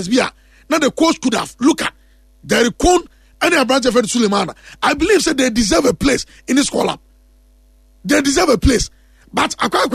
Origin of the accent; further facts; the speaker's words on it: Ghana; As a Ghanaian, I'll be happy to see us here.